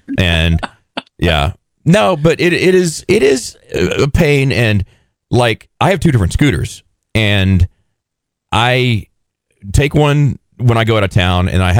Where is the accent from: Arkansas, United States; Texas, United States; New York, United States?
Texas, United States; Because I'm from Texas.